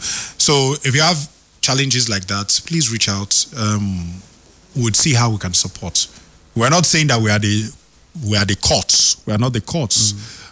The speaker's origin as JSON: {"language": "English", "country": "Nigeria", "also_born_or_lived": "Rivers State / Delta State / Imo State", "said": "We are one Nigerian, so, but we have roots everywhere."}